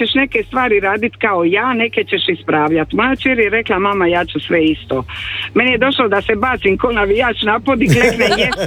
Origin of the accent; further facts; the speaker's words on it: Croatia; obukla sam hrvatski dres, jer sam došla iz Hrvatske.